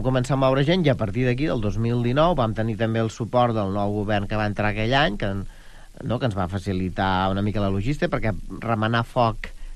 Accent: Pineda de Mar, Catalonia, Spain; que em vaig criar a Pineda en els primers anys

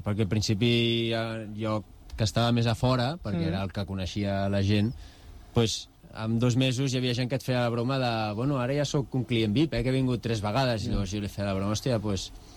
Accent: Badalona, Catalonia, Spain; perquè al final jo sí que sóc de Badalona, però mai havia treballat a Badalona.

